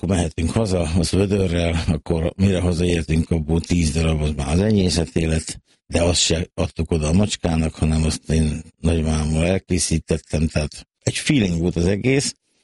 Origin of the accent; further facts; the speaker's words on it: Szentes, Csongrád-Csanád, Hungary; Szentesen nőttem fel